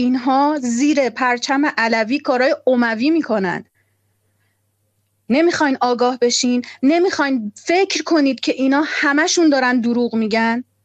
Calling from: Tehran, Tehran Province, Iran; من از تهران هستم، از 18 و 19 دی برگشتم.

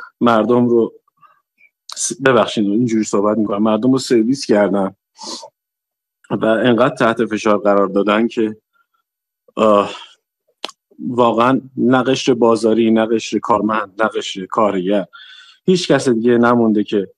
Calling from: Mashhad, Razavi Khorasan, Iran

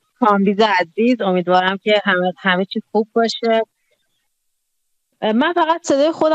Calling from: Iran; من خودم هم به عنوان یک ایرانی

